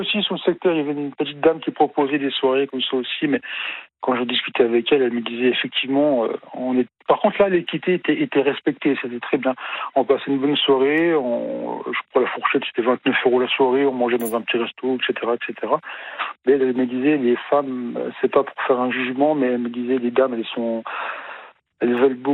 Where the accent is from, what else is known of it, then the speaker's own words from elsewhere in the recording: Grand Est, France; Non, mais comme je suis Lorrain, Vosgien d'origine